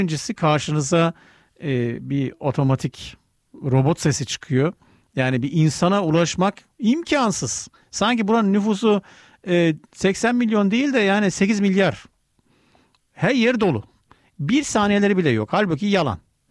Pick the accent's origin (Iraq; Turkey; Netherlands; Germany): Germany; Bilemiyorum yani ben burada büyüdüm, burada yetiştim.